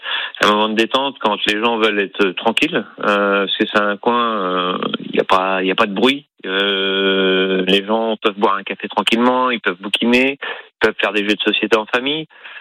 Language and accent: French; La Haye-du-Puits, Normandy, France; Parce que je suis originaire de l'Haye-du-Puy. J'ai 44 ans, donc ça fait 44 ans qu'on est sur l'Haye-du-Puy.